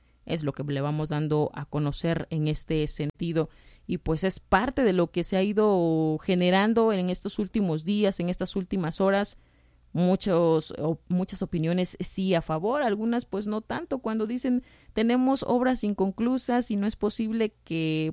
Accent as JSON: {"language": "Spanish", "region": "Oaxaca", "country": "Mexico", "said": "somos oaxaqueños"}